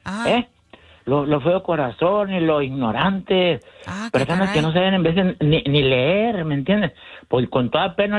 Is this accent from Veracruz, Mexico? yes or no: no; Chihuahua, Mexico; viven allá en Chihuahua, yo soy de Chihuahua, ¿me entiendes?